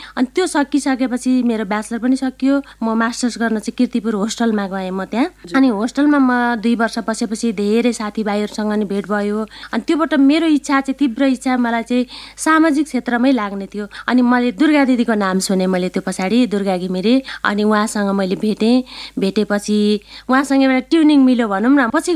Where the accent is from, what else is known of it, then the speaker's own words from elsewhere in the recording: Bhojpur, Koshi Province, Nepal; moved away as an adult; now in Kathmandu, Nepal; म हजुरको भोजपुरबाट चाहिँ म काठमाडौँ मेरो पढाइको क्रममा म काठमाडौँ आएँ।